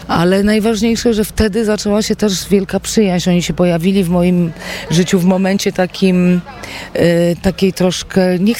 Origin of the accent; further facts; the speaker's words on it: Warsaw, Masovian Voivodeship, Poland; ja wychowałam się na Inflanckiej, czyli na wspaniałym osiedlu z białymi wielkimi balkonami